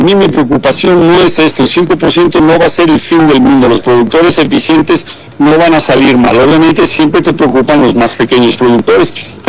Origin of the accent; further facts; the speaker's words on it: Mexico; Ahora viene una etapa donde nosotros como mexicanos, los productores mexicanos de fresa, pueden apelar